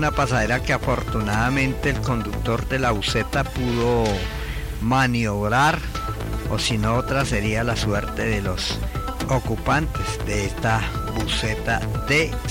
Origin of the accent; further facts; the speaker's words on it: Guayatá, Boyacá, Colombia; moved away; para mi pueblo, Guayatá, en el departamento de Boyacá.